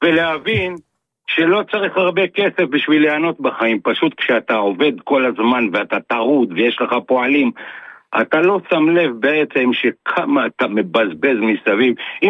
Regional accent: Ra'anana, Central District, Israel; אני מרעננה. תשמע.

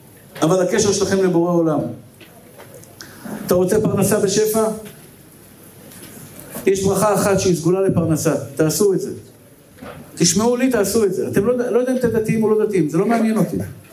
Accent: Tel Aviv, Tel Aviv District, Israel; אני גדלתי בשכונות, חתלתי בשכונת התקווה, בג'בלאות

